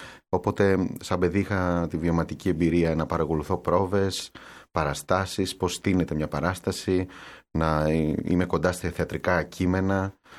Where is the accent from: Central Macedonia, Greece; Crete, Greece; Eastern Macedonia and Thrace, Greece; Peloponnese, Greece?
Peloponnese, Greece; Kalamata; also born or lived in Agrinio / Athens; γεννήθηκα στο Αγρίνιο πριν 40 χρόνια.